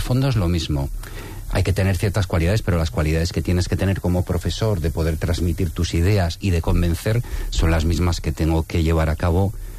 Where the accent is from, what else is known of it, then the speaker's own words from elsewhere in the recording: Gijón, Asturias, Spain; also born or lived in Brussels, Belgium; Sí, yo me defino como asturiano de Gijón, ¿vale? Si tengo que recurrir a mi procedencia, pero yo realmente nací en Bruselas.